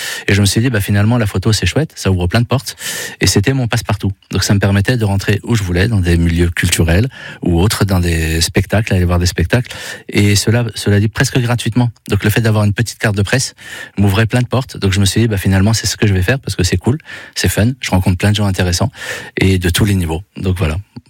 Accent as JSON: {"language": "French", "region": "Île-de-France", "country": "France", "tie": "born or raised there", "moved": "yes", "lives_now": "Alès, France", "said": "dans le 93, là où j'ai grandi."}